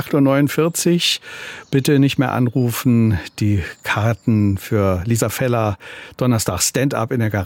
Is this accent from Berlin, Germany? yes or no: no; Saarland, Germany; Wir als Saarländer